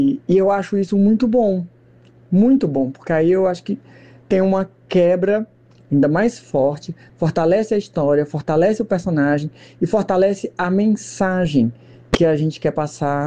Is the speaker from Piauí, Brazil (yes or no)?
yes; Teresina, Piauí, Brazil; Eu sou de Teresina, no Piauí, no Nordeste.